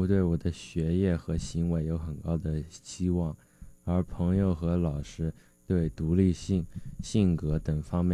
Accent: United States; 作为华裔美国人，我的身份并不是单一的，它会根据不同的情景而变化。

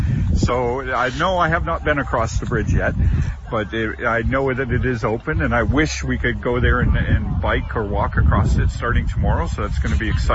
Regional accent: Tecumseh, Ontario, Canada; They mentioned this bridge, and I said, that's exactly where I'm from.

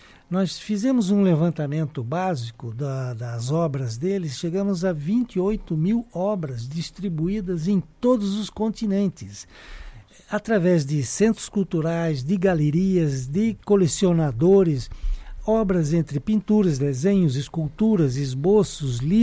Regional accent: Joinville, Santa Catarina, Brazil; born there; moved away; Eu, como joinvilense, embora não morando mais aqui

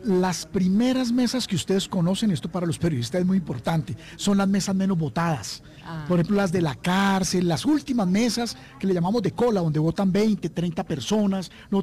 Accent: Colombia; Somos nosotros los colombianos, por favor.

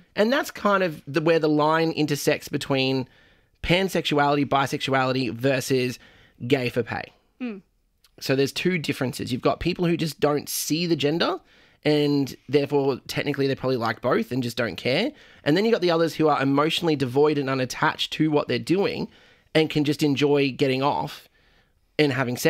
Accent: Thailand; Yeah. I'm from Thailand. I love it.

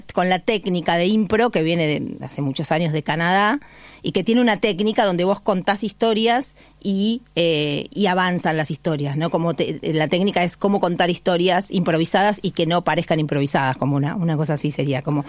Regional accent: Argentina

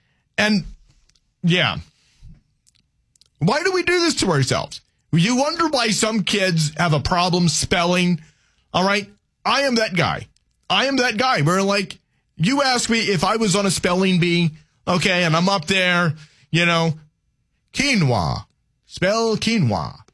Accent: Louisiana, United States; I'm a Cajun who doesn't like red beans and rice. I'm also, by the way, a Cajun who doesn't like okra in his gumbo.

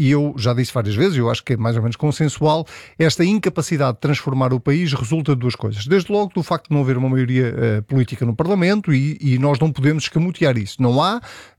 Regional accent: Portugal; enquanto português.

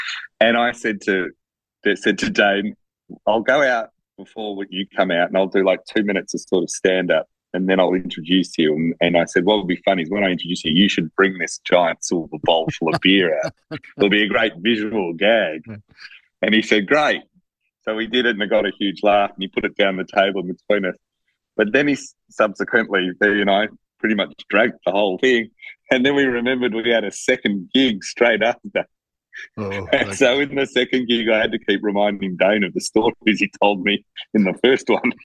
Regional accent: Eltham, Victoria, Australia; I grew up in Eltham originally, and it was, you know, people don't know Eltham. It used to be an artist colony back in the day, but it was really just bush.

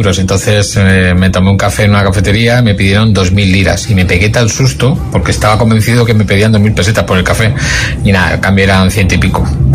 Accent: Madrid, Community of Madrid, Spain; Hola, buenas. … de Madrid.

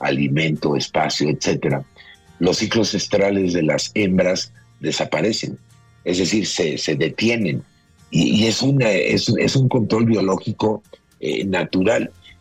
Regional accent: Villahermosa, Tabasco, Mexico; Yo recuerdo de chiquito que vivía en Villahermosa, mi abuelita nos decía, pongan el veneno para las ratas

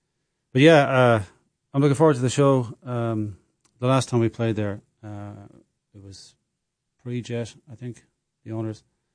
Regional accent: Ireland; moved away; So I came over from Ireland almost 20 years ago, and I recorded an album of 11 songs in this castle, in south of Ireland.

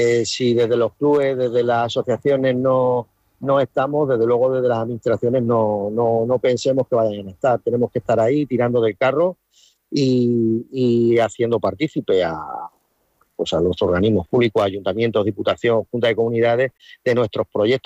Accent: Puertollano, Castilla-La Mancha, Spain; somos de Puerto Llano, somos, como decimos, hechos de acero, una ciudad minera.

